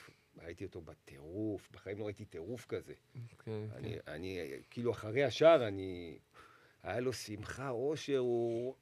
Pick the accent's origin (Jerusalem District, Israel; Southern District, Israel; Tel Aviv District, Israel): Jerusalem District, Israel; Jerusalem